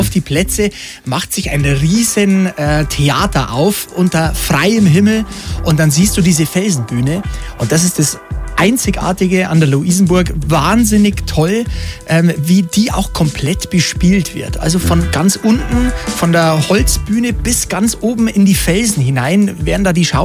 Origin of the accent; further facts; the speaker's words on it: Bavaria, Germany; Richtig, also, ich bin Oberpfälzer und habe jetzt nicht die allerweiteste Anfahrt.